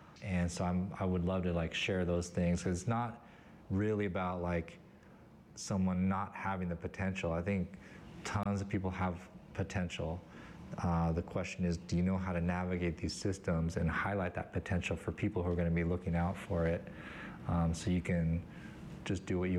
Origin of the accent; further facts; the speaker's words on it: Seattle, Washington, United States; now in Warm Springs, United States; So I grew up in suburban Seattle